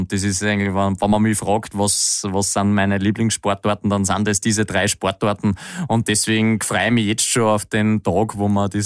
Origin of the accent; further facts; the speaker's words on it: Kronsdorf, Upper Austria, Austria; was ich unbedingt einmal umsetzen will als Oberösterreicher. Und zwar, ich würde gern zu Hause in Kronsdorf starten